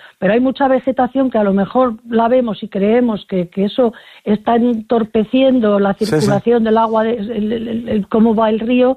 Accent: Soria, Castile and León, Spain; Voy a presumir de mi tierra.

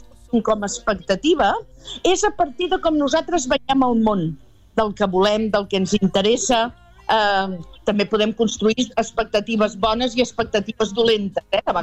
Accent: Catalonia, Spain; Jo sóc del Vallès, visc a Martorelles

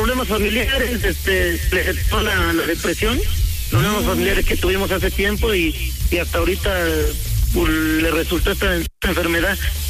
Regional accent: Acatlán de Osorio, Puebla, Mexico; born or raised there; also born or lived in Mexico City

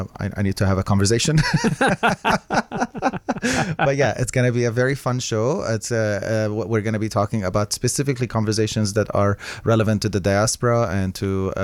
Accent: Aleppo, Aleppo Governorate, Syria; moved away; I'm from Aleppo, Syria, and I was there during the war

